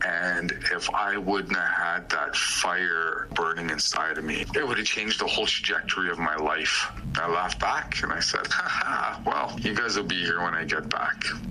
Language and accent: English; Manning, Alberta, Canada; born there; I am from north of 59. That's great. I am from up in northern Alberta. I was born in Manning and come from a small community up there.